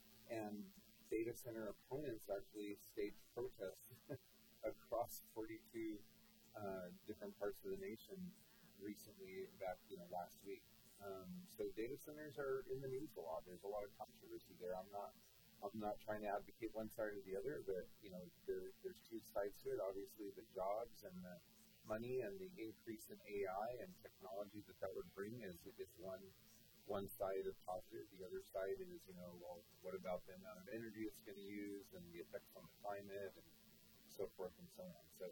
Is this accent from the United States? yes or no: yes; Massachusetts, United States; also born or lived in New Mexico; I grew up, disclaimer, I grew up in Massachusetts.